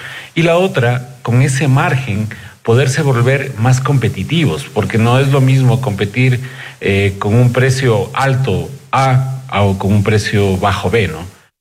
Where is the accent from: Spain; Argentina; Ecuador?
Ecuador; Loja